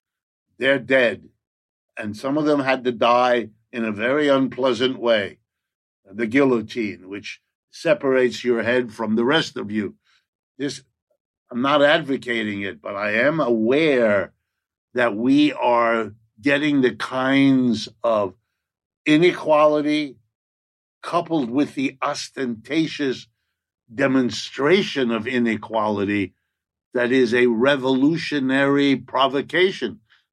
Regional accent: New York City, New York, United States; I got to tell you, as a New Yorker, watching the spectacle of vast parts of New York City shut down

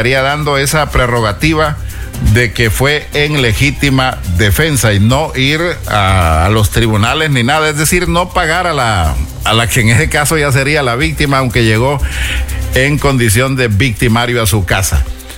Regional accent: Honduras; cómo somos los hondureños para alburear

